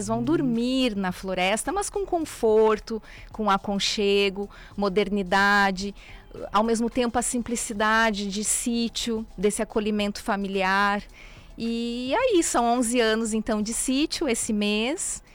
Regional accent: Rio Grande do Sul, Brazil; moved away; a gente veio do sul, muitos não sabem, né? Nós somos gaúchos

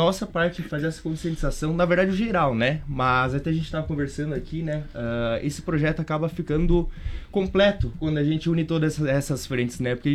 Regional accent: Chapecó, Santa Catarina, Brazil; eu sou nascido em Chapecó, então quando eu era criança eu lembro bem do que a Raquel falou agora

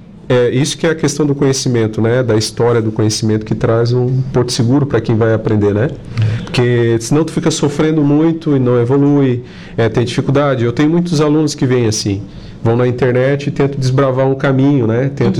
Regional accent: Criciúma, Santa Catarina, Brazil; Eu sou de Criciúma.

